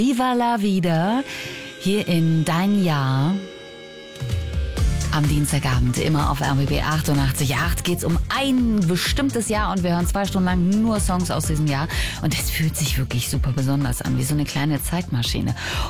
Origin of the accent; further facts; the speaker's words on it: Berlin, Germany; weil ich endlich zurück konnte nach Berlin, meiner Heimat.